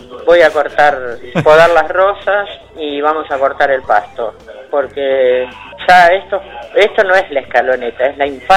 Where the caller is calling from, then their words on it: Almirante Brown, Buenos Aires Province, Argentina; de Almirante Brown.